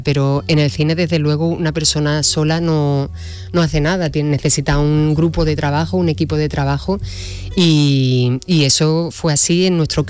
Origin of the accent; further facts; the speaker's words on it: Huelva, Andalusia, Spain; Y yo soy onubense también